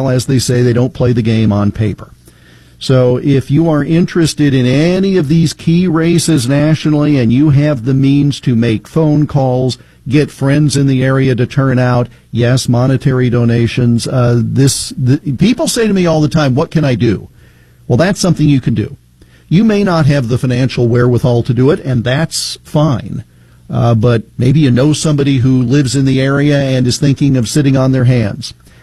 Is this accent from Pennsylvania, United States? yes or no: no; Iowa, United States; But one of the things in my home state of Iowa